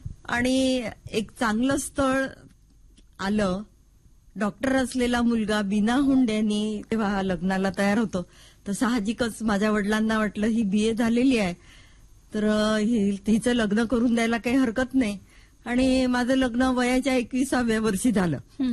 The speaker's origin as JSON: {"language": "Marathi", "town": "Darwha", "region": "Maharashtra", "country": "India", "tie": "born or raised there", "said": "माझं माहेर यवतमाळ जिल्ह्यातील दारव्हा येथील. माझे वडील ऍडव्होकेट … होते आणि माझं बालपण हे दारव्हा इथेच गेलं."}